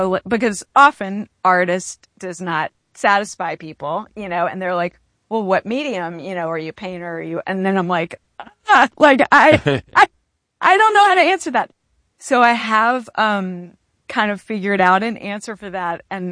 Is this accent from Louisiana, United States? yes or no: yes; Baton Rouge, Louisiana, United States; moved away as an adult; also born or lived in Los Angeles; I grew up in Baton Rouge, but my family is from New Orleans.